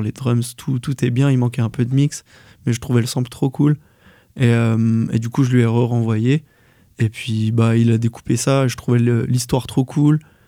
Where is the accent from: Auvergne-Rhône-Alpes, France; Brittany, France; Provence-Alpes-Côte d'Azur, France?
Brittany, France; moi, je suis breton. Je parle breton.